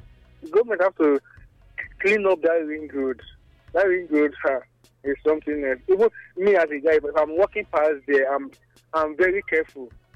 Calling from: Nigeria; I'm calling from Nigeria.

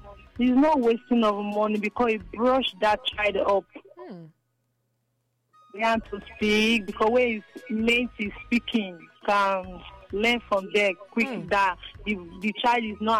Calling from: Ugbo, Nigeria; I'm calling from Ugbo.

